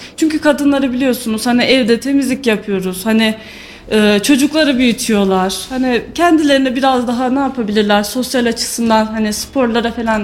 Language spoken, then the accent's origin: Turkish; Sivas, Turkey; Yok, Sivaslıyım aslen. Doğma büyüme